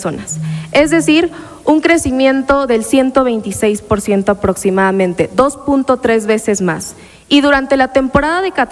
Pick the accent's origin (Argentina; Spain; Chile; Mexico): Mexico; Es esa manera tan nuestra como mexicanos de recordar a quienes se fueron